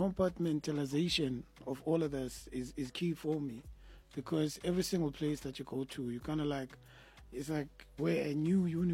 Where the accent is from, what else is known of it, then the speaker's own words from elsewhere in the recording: Cape Town, Western Cape, South Africa; moved away; I'm from Cape Town and then I grew up there, I studied there, everything.